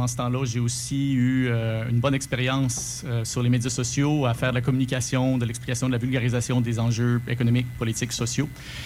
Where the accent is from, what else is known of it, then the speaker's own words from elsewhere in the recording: Quebec City, Quebec, Canada; also born or lived in abroad; Je suis candidat avec le Parti libéral dans Tachereau. Je suis né dans Saint-Sacrement. J'ai grandi entre l'île d'Orléans et ici. J'ai fait mon école primaire, secondaire ici.